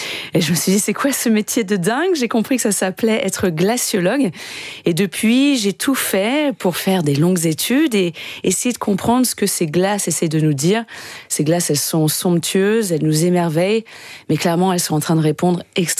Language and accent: French; French Alps, France; Je suis née en France, dans les Alpes, au cœur des montagnes.